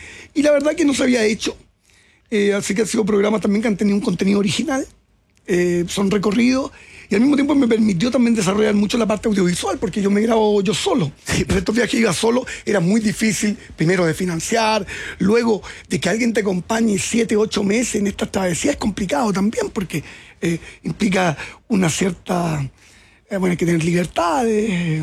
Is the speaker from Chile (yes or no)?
yes; Chile; yo soy chileno, yo también tengo un pasado colonial, no tengo nada que ver con los franceses o con los ingleses